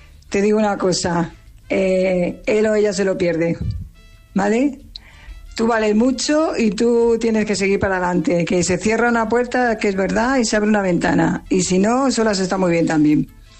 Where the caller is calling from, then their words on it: Fuenlabrada, Community of Madrid, Spain; Buenos días, Elena. … de Fuenlabrada.